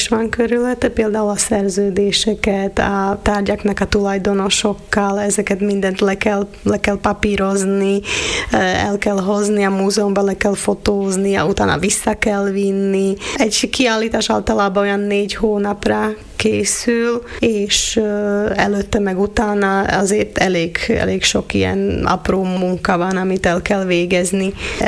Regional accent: Lučenec, Banská Bystrica Region, Slovakia; moved away as an adult; Az marad mindig a szülővárosom, úgyhogy mindig, ha visszatérek Losoncra, akkor ott érzem, hogy itt születtem, itt nevelkedtem, itt töltöttem a gyerekkoromát

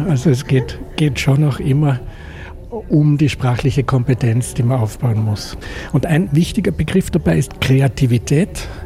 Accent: Graz, Styria, Austria; Ich komme aus Graz und unterrichte dort am Vorstudienlehrgang der Grazer Universitäten.

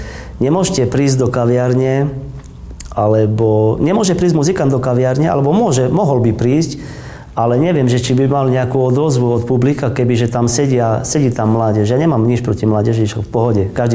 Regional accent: Košice, Košice Region, Slovakia; tam ten život v Prahe bol troška inakší ako u nás v Košiciach.

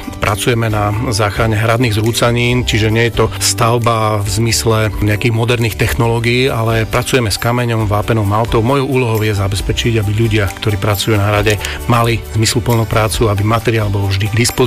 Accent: eastern Slovakia, Slovakia

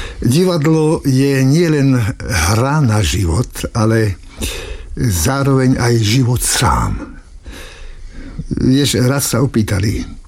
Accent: Strážske, Košice Region, Slovakia; moved away; pochádzam zo Strážskeho, z malebného východoslovenského mestečka

